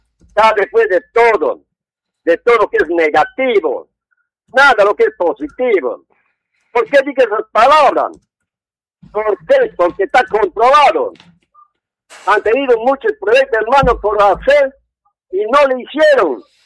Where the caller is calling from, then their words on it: Morales, San Martín, Peru; de Morales.